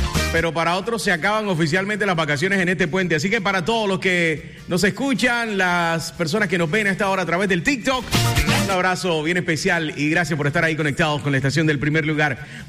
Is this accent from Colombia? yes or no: yes; Colombia; vamos a demostrar que somos colombianos.